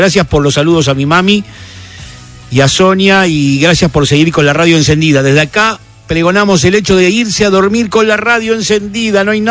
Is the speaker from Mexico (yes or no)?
no; Córdoba, Argentina; Soy de Córdoba Capital.